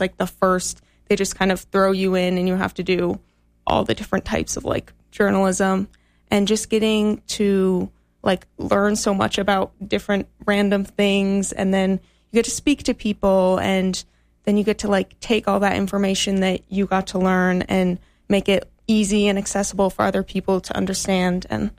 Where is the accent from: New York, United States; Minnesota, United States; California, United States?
Minnesota, United States; East Grand Forks; now in Grand Rapids, United States; I'm originally from East Grand Forks, so I'm used to the smaller town, northern Minnesota, and I knew there were actually trees here, so I was excited for that.